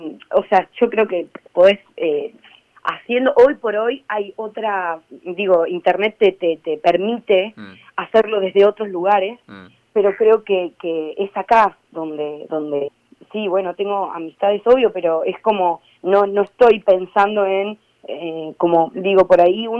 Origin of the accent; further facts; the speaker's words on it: Coronel Pringles, Buenos Aires Province, Argentina; a mí me gusta decir que soy de Pringles.